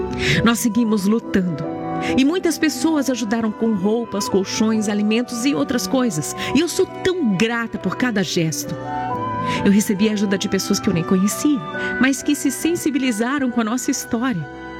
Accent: Pará, Brazil; moved away; Eu saí do Pará em busca de tratamento para o coração.

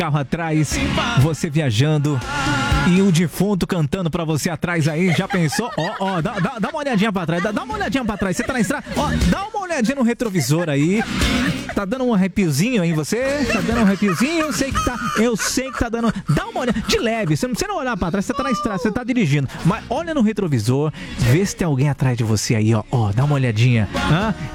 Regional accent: Corumbá, Mato Grosso do Sul, Brazil; el, bom dia, sou de Corumbá.

